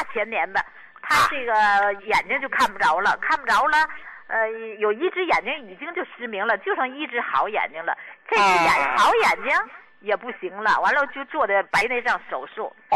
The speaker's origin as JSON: {"language": "Chinese", "town": "Qinhuangdao", "region": "Hebei", "country": "China", "said": "胡老，我呀就是想跟您说一下，我是秦皇岛人"}